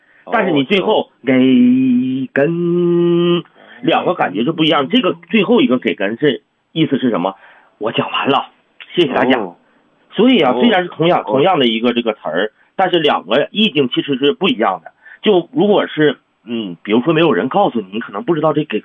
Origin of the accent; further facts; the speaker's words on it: Heilongjiang, China; 喜欢咱们黑龙江这个本土的歌曲